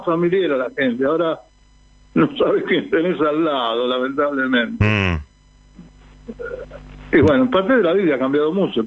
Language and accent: Spanish; Buenos Aires, Argentina; yo soy porteño. Mi papá y mi mamá se conocieron en Almagro bailando tango.